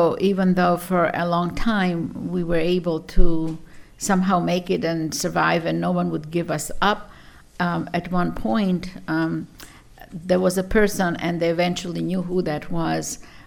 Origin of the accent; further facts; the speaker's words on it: Zagreb, City of Zagreb, Croatia; moved away; also born or lived in Ludbreg; We're not from Ludbreg. We were from Zagreb